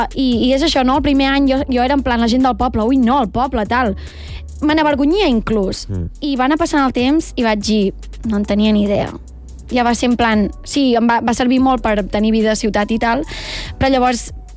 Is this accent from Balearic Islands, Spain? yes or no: no; Les Masies de Voltregà, Catalonia, Spain; De les Masies de Voltregà.